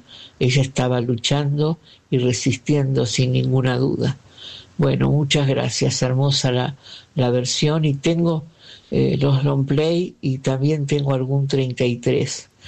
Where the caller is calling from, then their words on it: Buenos Aires, Argentina; de Boedo y por ahí están escuchando a mis amigos Rubén y Mónica que vienen de actuar.